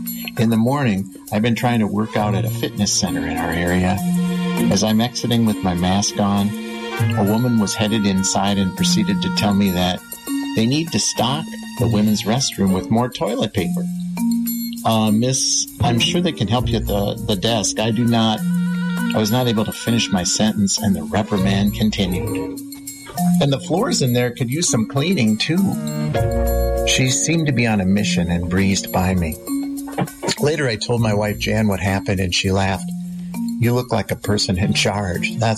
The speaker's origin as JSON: {"language": "English", "town": "Saint Paul", "region": "Minnesota", "country": "United States", "said": "\"No, I'm from the Twin Cities in St. Pa"}